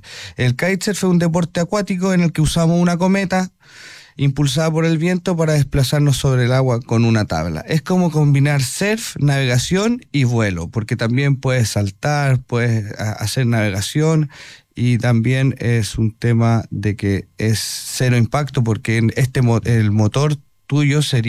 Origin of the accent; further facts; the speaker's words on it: Linares, Maule, Chile; Somos todos de Linares, todos linarenses